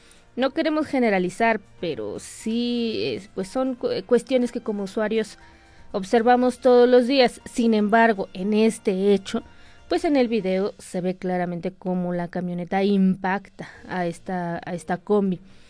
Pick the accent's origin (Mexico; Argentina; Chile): Mexico